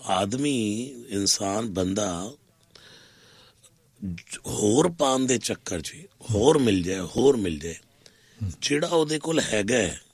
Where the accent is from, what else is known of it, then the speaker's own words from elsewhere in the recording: Delhi, India; ਇਹ ਦਿੱਲੀ ਦੀ ਗੱਲ ਹੋ ਰਹੀ ਹੈ। 2 ਮੰਦਰ ਬਣਵਾਏ ਜਿੱਥੇ ਮੇਰਾ ਜਨਮ ਹੋਇਆ ਸੀ